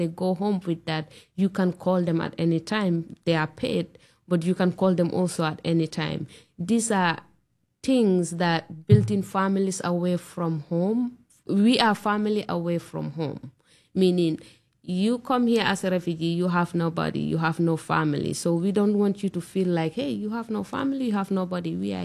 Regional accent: Gambia; moved away; I'm from the Gambia.

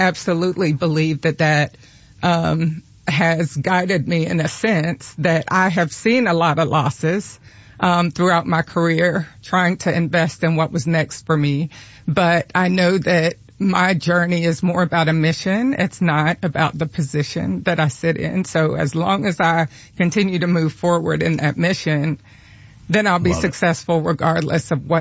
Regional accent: Valdosta, Georgia, United States; I went to Valdosta High School.

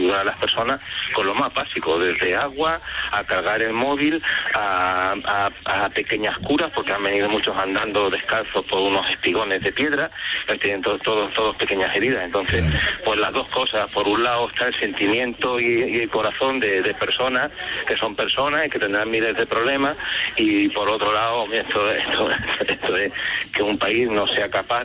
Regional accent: Ceuta, Spain; Por un lado, yo siento como ceutí, como español, siento que esto es una invasión.

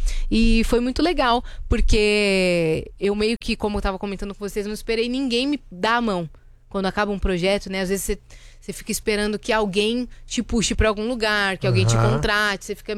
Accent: São Paulo, Brazil; A gente é da Zona Norte de São Paulo, né?

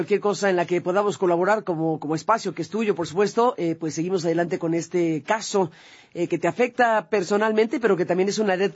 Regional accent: Mexico; also born or lived in Spain; Yo tengo doble nacionalidad, yo soy mexicana y española

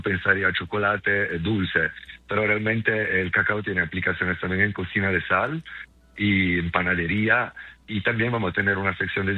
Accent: Italy; Spanish is a second language; yo llego del mundo de la gastronomía, obviamente, pues por el acento, ¿no? Soy italiano

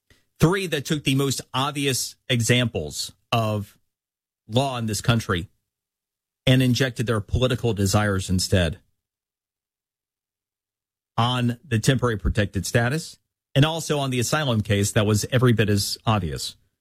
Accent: Florida, United States

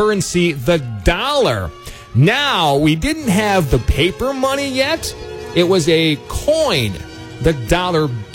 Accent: Wisconsin, United States; my home state of Wisconsin

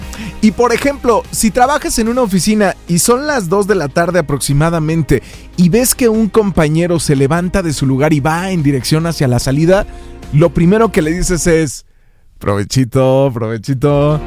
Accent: Mexico

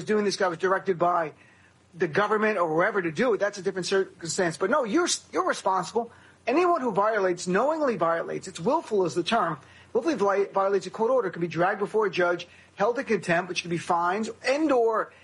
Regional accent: New Jersey, United States; Yeah, I'm also from Jersey. That's how we do elections.

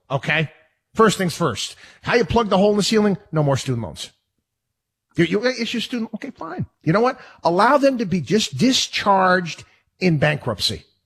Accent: Albany, New York, United States; born or raised there

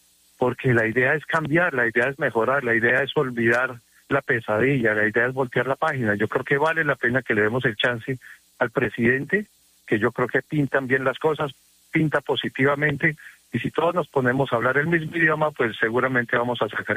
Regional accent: Bogotá, Colombia; Pues no soy de Barranquilla, pero soy de Bogotá

